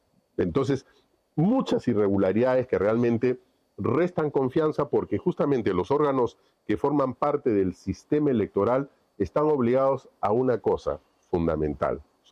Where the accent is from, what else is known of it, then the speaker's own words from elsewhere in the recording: Peru; que como peruanos opino